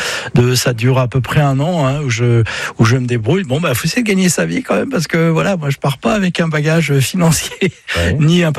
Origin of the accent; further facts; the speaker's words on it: Brittany, France; je suis breton et puis je le ressens profondément. Donc, de la vallée de la Rance, juste derrière Saint-Malo